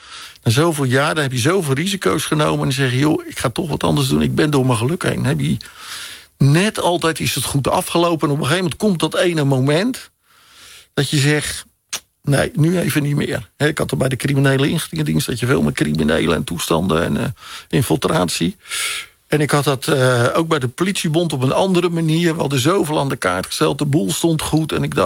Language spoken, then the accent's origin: Dutch; Vlaardingen, South Holland, Netherlands; ben geboren en getogen in Vlaardingen